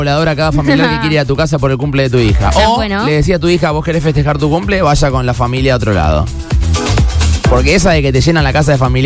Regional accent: Argentina; Soy argentino

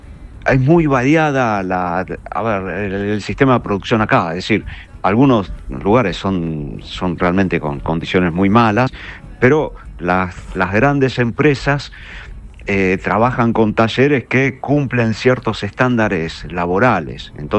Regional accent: Argentina; moved away as an adult; now in Dhaka, Bangladesh; soy argentino.

